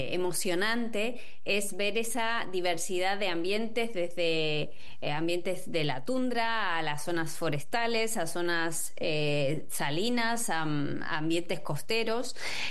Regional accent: Argentina; now in Spain; Yo soy argentina, bueno, crecí allá.

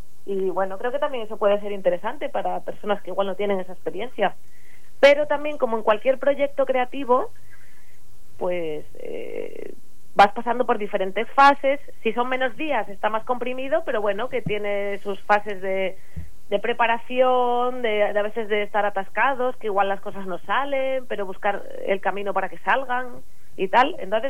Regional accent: Asturias, Spain; porque yo, como soy de Asturias, uh-huh, tampoco podía.

